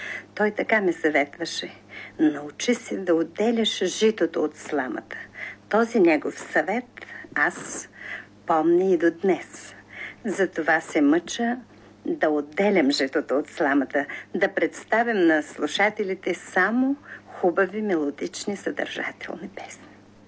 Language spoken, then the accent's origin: Bulgarian; Koriten, Dobrich Province, Bulgaria; После дядо Иван и баба Иваница, писаревите от моето родно село, също много песни са ми казали, все хубави. Така че моите песни са коритенски, доброжански.